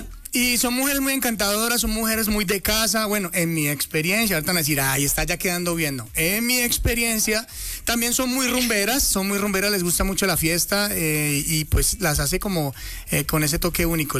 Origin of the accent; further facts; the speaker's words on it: Cali, Valle del Cauca, Colombia; es nacido en Cali, Valle del Cauca. Criado en Jumbo